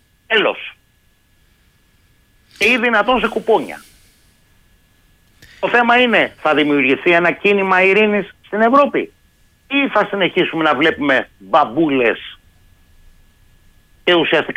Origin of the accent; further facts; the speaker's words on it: Aliveri, Central Greece, Greece; Στην ιδιαίτερη πατρίδα μου στο Αλιβέρι